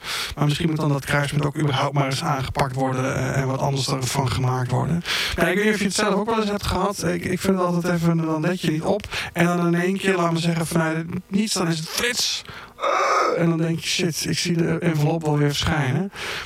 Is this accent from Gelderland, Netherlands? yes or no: yes; Gelderland, Netherlands; Ik kom uit de regio, ik kom uit de Achterhoek.